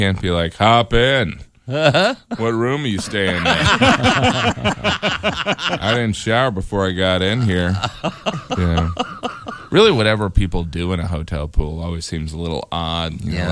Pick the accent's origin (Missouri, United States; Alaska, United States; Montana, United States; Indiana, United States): Indiana, United States; I used to dip when I was growing up. I'm from Indiana